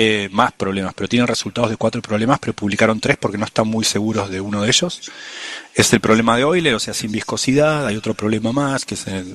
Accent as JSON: {"language": "Spanish", "country": "Argentina", "said": "yo como argentino uso un solo apellido"}